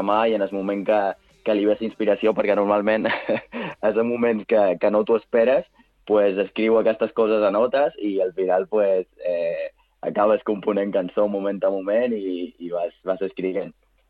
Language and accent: Catalan; Jesús, Balearic Islands, Spain; Jo soc de Jesús